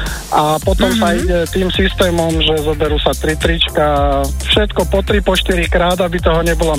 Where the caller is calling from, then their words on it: Lietava, Žilina Region, Slovakia; Sme v Žiline, no aj kúsok od Žiliny v Lietave.